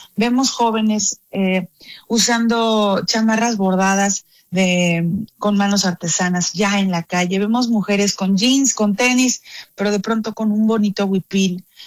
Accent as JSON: {"language": "Spanish", "country": "Mexico", "said": "hagamos que realmente sus corazones se convenzan de que somos orgullosamente mexicanos, que serlo es un superpoder."}